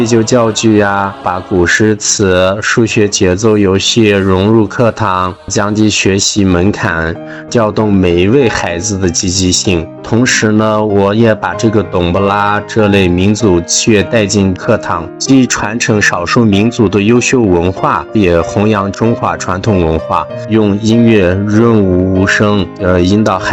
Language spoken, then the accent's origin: Chinese; China; 我当时作为中国人的那种自豪感真的是无以言表